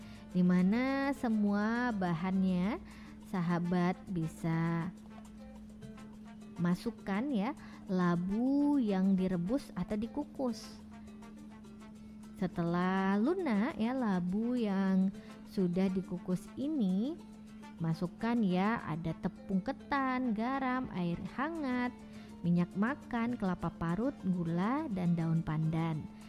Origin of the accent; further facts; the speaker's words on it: West Sumatra, Indonesia; lape kalau kita orang Minang bilang